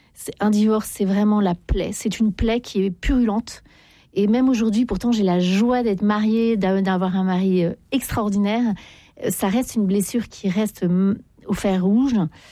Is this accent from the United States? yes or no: no; Paris, Île-de-France, France; moi je suis parisienne, on râle beaucoup, les gens sont pas sympas parfois dans le métro.